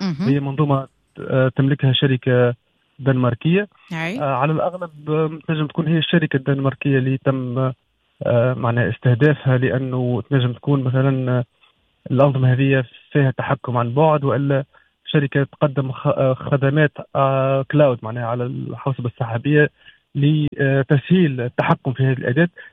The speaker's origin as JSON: {"language": "Arabic", "country": "Tunisia"}